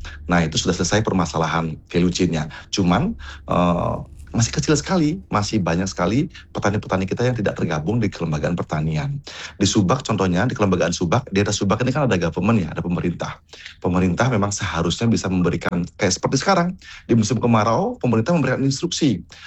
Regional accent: Bali, Indonesia; Kita itu sebenarnya orang Bali

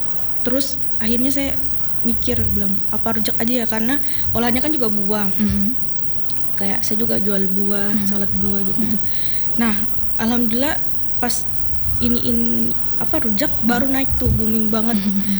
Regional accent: Makassar, South Sulawesi, Indonesia; now in Mamuju, Indonesia

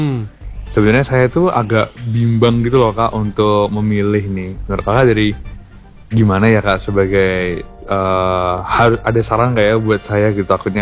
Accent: Sleman, Special Region of Yogyakarta, Indonesia; Saya dari Sleman aja, gak jauh-jauh.

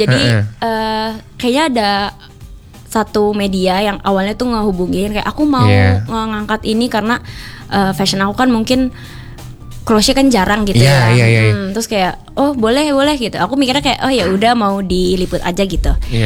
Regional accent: Jakarta, Indonesia; Aku dari Jakarta.

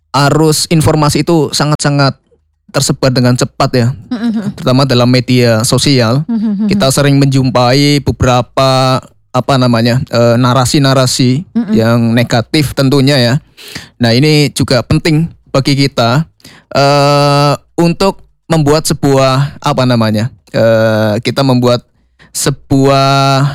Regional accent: Purwokerto, Central Java, Indonesia; Asli Purwokerto.

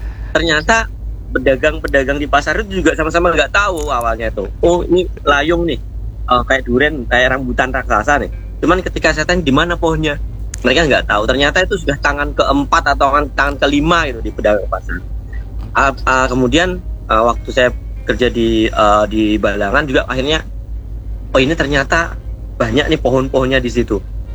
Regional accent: Java, Indonesia; moved away as an adult; now in Kalimantan, Indonesia; Saya ini sebenarnya kan pendatang nih, ya, ya, ya, dari betul. Jawa ya.

